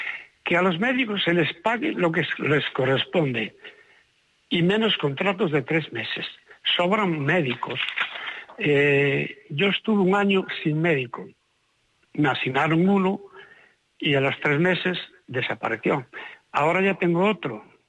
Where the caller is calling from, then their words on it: Vilagarcía de Arousa, Galicia, Spain; Llamo desde Villagarcía.